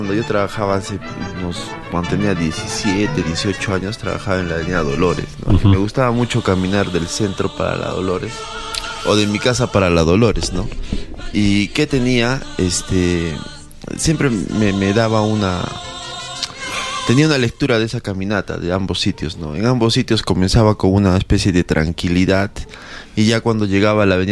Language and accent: Spanish; Arequipa, Peru; cuando, por ejemplo, hablamos de fiestas de Arequipa, somos hijos del Misti